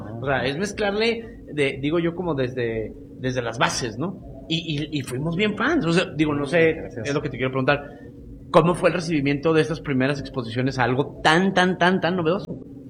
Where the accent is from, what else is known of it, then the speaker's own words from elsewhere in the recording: Chihuahua, Mexico; yo soy de Chihuahua.